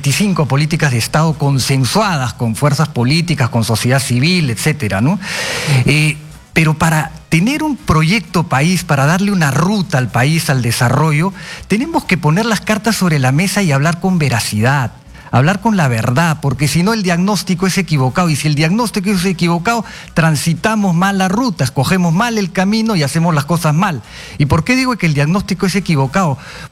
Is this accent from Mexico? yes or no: no; Peru; nosotros tenemos todo el derecho a pensar como peruanos